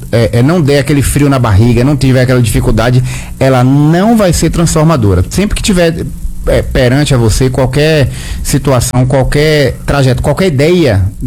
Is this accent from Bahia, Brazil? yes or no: yes; Salvador, Bahia, Brazil; Porque eu vim da SEASA Rio Vermelho. Meu pai é técnico laboratório, minha mãe técnico laboratório, sustentava 3 filhos.